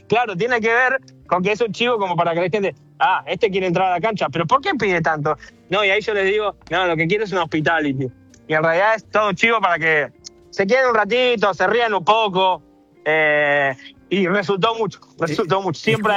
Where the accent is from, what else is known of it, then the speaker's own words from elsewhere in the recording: Argentina; moved away; somos muchos argentinos